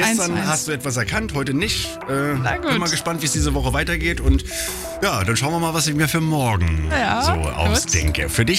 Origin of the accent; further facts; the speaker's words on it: East Germany, Germany; Ich bin ja in der DDR groß geworden.